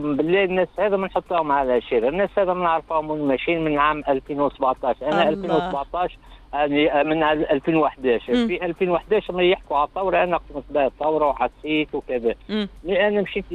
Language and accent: Arabic; Tunisia; now in Marseille, France